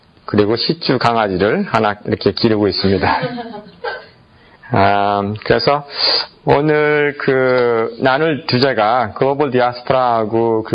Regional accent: South Korea; born there; 여러분들 다 한국에서 태어났죠. 저도 한국에서 태어났고.

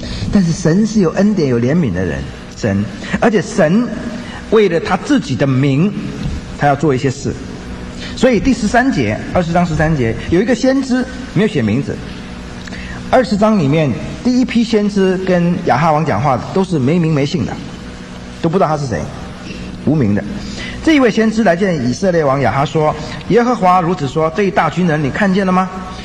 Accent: China; 我们中国人很多都是多神论的

